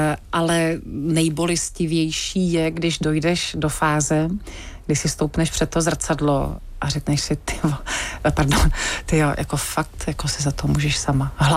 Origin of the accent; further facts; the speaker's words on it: Plzeň, Plzeň Region, Czechia; jsem z Plzně